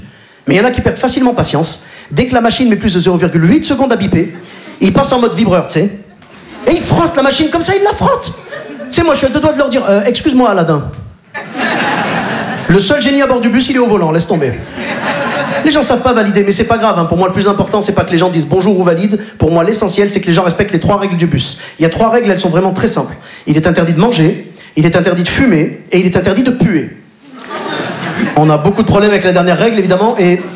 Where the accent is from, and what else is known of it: Morocco